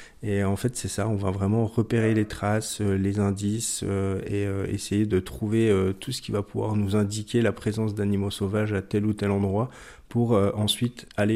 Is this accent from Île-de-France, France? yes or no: no; Mouthe, Bourgogne-Franche-Comté, France; le Haut-Doubs je le connais depuis tout petit puisque j'ai grandi à Moutes, donc à quelques kilomètres d'où j'habite actuellement.